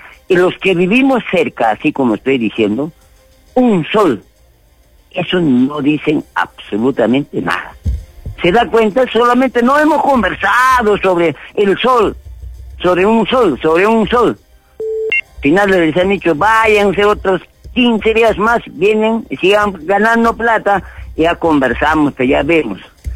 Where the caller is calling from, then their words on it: Arequipa, Peru; yo vivo en Parque Humachil.